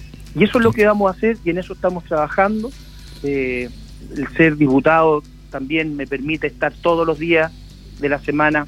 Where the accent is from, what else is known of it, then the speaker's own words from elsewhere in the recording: Concepción, Biobío, Chile; soy de regiones. Soy nacido y criado en Concepción, fui alcalde 12 años en Concepción